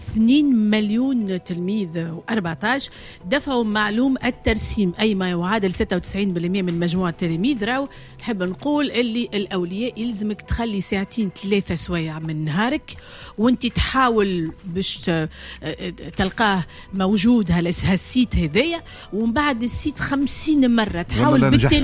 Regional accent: Tunisia; أنا كمواطنة تونسية

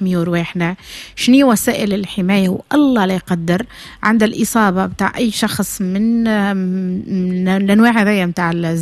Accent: Tunisia; عندنا في تونس،

